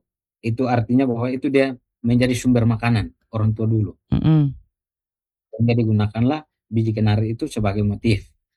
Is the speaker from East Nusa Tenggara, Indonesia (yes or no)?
yes; Mataru, East Nusa Tenggara, Indonesia; Ya, jadi moko itu kalau kami orang Mataru ketika mau menari cakalele, lego-lego dan adat apa saja itu sangat penting digunakan.